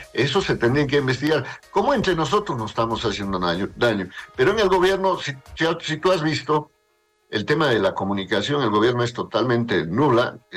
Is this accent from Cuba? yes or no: no; Bolivia; toda la plata que hemos perdido como bolivianos